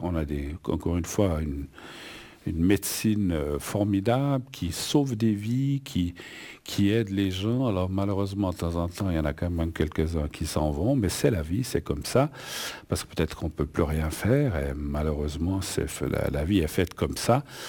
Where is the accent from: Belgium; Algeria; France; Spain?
Spain; now in Switzerland; de l'Espagne, de mon pays d'origine, l'Espagne